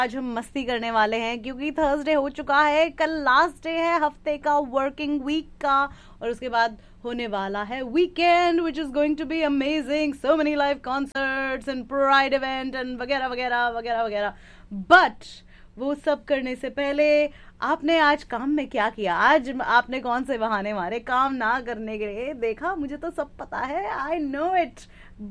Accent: West Bengal, India; पर मैं बंगाली हूँ, बंगाली में हम सब खाते हैं

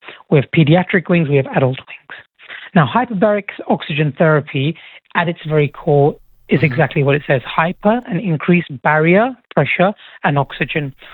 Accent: England, United Kingdom; moved away; I'm from England

